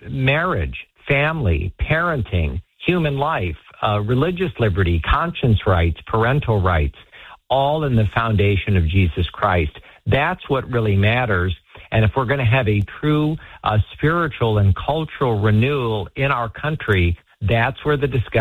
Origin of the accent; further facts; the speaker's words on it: Fort Wayne, Indiana, United States; I was on a Greyhound bus from my hometown of Fort Wayne, Indiana, to Toledo, Ohio.